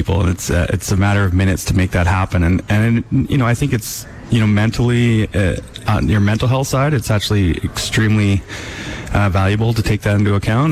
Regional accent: Vancouver, British Columbia, Canada; I grew up in Vancouver, love Vancouver.

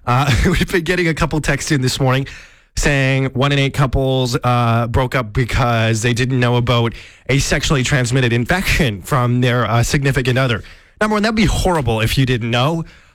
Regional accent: Alberta, Canada; I'm from Alberta, so it might be a little bit, and especially from rural Alberta

